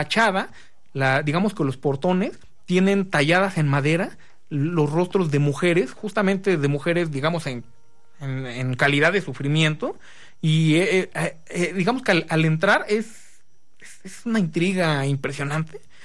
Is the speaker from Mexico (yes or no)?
yes; Mexico; como mexicano pues conozcamos nuestra historia.